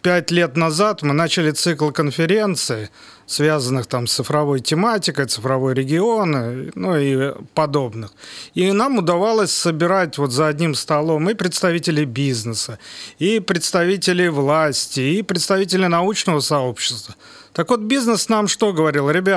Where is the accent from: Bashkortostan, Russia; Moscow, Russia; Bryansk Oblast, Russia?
Bryansk Oblast, Russia; Bryansk; Я коренной брянец, родился в городе Брянске, вырос. Соответственно, окончил наш Брянский технический университет